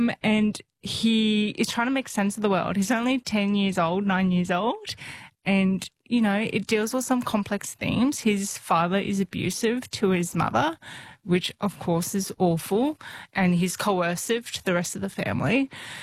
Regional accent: Queensland, Australia; And I'm a Queenslander at heart. What do they say? You can take the girl out of Queensland, but you can't take Queensland out of the girl.

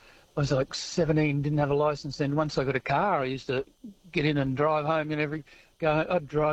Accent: Townsville, Queensland, Australia; moved away; I came from Townsville as a youngster and worked at the old Eagle Farm Airport, and I was just homesick as all hell

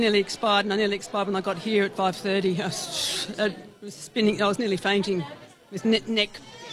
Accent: Melbourne, Victoria, Australia; now in Northern Rivers, Australia; Originally from Melbourne, but now I live in Northern Rivers.

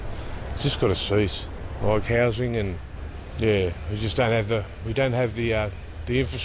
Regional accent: Coffs Harbour, New South Wales, Australia; I come from Coffs Harbour.

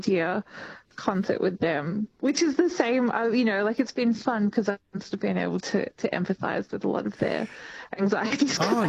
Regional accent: St Kilda, Victoria, Australia; but I grew up in St. Kilda, but I've married someone who is a country boy.

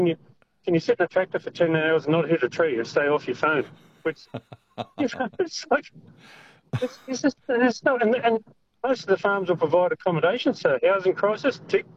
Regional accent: New South Wales, Australia; Like, I grew up in the Riverina on ag and went away and joined the army and did all that other stuff.

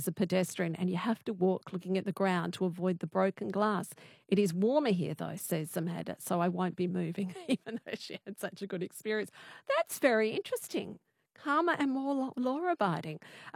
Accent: South Australia, Australia; born there; Now, Judith, I was born in South Australia

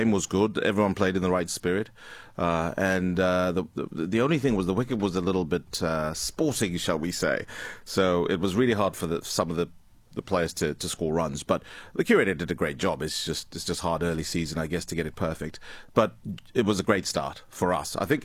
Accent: Zimbabwe; moved away; when I was growing up in Zimbabwe. And after life in Zimbabwe, I've continued in the game

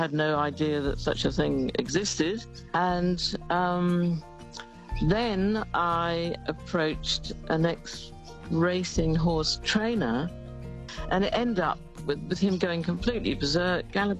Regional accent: London, United Kingdom; I'm originally from London, so perhaps I was a little bit nonplussed.

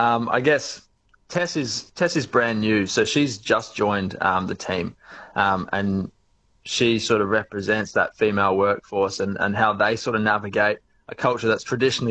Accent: Brisbane, Queensland, Australia; also born or lived in Western Australia; now in Melbourne, Australia; I'm based in Melbourne now, but I'm originally from Brisbane, which Queensland as well has a very strong FIFO culture and life.

